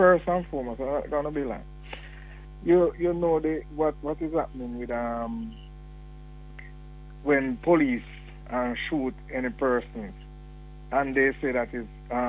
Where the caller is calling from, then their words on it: Jamaica; we as Jamaican and as motorists in general